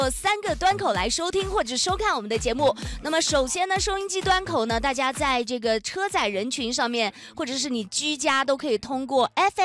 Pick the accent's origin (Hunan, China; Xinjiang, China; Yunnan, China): Yunnan, China; 我们云南人真的热情又大方，还有点颠颠的感觉